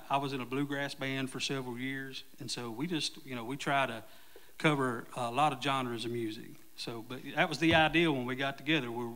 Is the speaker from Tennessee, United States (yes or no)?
yes; Knoxville, Tennessee, United States; moved away as an adult; now in Anderson County, United States; I moved out to Anderson County about 15 years ago, but grew up in South Knoxville.